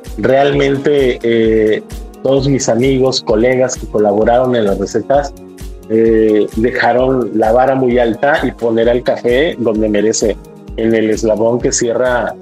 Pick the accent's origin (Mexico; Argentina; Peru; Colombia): Mexico; Veracruz; yo soy de Veracruz y obvio, amo mi tierra.